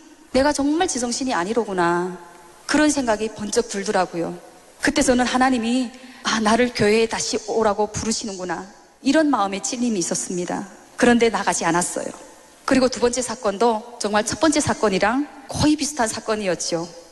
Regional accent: North Korea; 저도 같은 탈북민이고 또 칼에 찔렸던 그 탈북민 브로커는 저희 부모 형제를 탈북시켰던 브로커였기 때문에 저하고의 관계가 아주 좋았습니다.

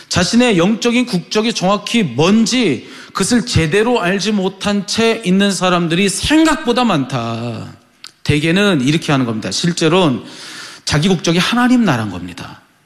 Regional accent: South Korea; 내가 한국 사람이라는 것을

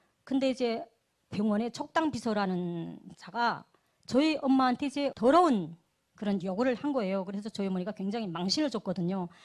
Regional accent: Sinuiju, North Pyongan, North Korea; moved away as an adult; now in South Korea; 고향은 평안북도 신의주입니다. 제가 이제 2010년 11월 15일 날에 이제 대한민국에 입국을 했고

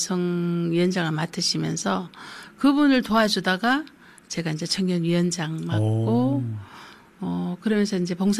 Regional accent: Ulleungdo, North Gyeongsang, South Korea; 원래 태어난 고향은 경주고요.

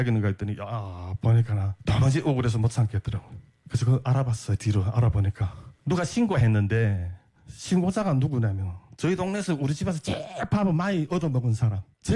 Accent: North Korea; now in South Korea; 야 이거 북한에서 태어난 거 왜 이렇게 후회되고

